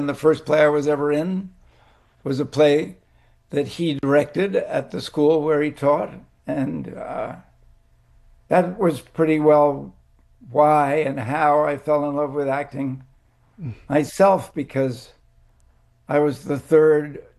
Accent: East Coast, United States; I grew up on the East Coast, and my mother was from a nice Boston family and my father was from England.

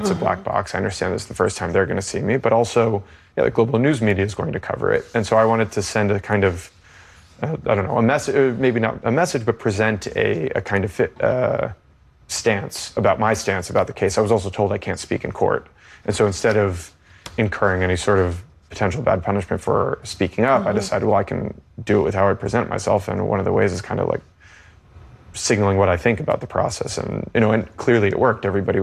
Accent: United States; And I'm an American journalist.

